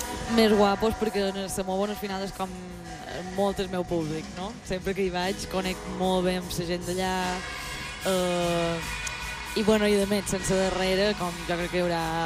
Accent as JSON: {"language": "Catalan", "area": "Mallorca", "region": "Balearic Islands", "country": "Spain"}